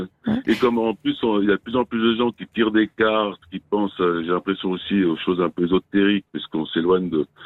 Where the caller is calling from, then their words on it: Valais, Switzerland; Ici, par aussi qu'on a des mots particuliers en Valais, quoi.